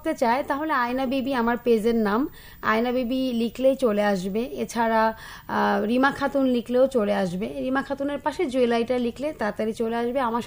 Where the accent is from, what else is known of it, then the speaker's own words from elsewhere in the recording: Rajshahi, Rajshahi Division, Bangladesh; যেহেতু আমি রাজশাহীতে বড় হয়েছি, বলতে গেলে গ্রামই, রাজশাহীতে বড় হয়েছি